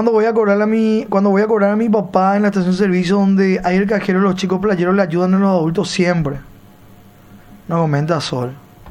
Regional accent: Montevideo, Uruguay; Yo soy de Montevideo, jamás invadí Uruguay, no sabe nada de historia.

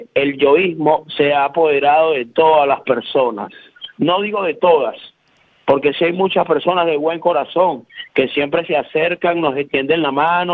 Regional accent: Caracas, Capital District, Venezuela; Yo soy de Caracas, la capital.

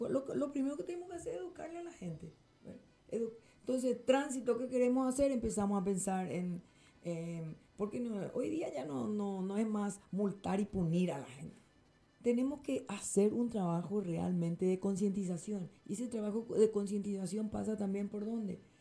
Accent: Pedro Juan Caballero, Amambay, Paraguay; la querida ciudad de Pedro Juan Caballero, donde yo nací. Aquí yo crecí, aquí yo estudié, aquí crecieron mis hijos, mis amigos.

